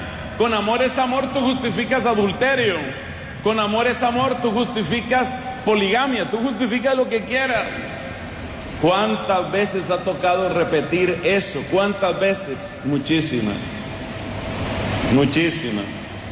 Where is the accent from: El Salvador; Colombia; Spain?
Colombia; En mi país, para desgracia de los colombianos